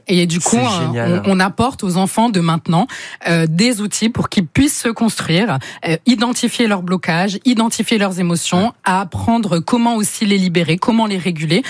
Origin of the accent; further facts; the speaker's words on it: French Antilles, France; le Lacou, le mot, il vient de chez nous, aux Antilles.